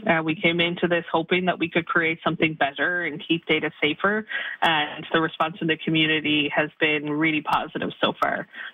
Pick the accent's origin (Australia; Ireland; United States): Ireland; accent: Irish; moved away as an adult; now in Canada; Yeah, so I'm a pretty new Canadian. I am Irish originally, so good ear. I've been living here for almost 10 years now.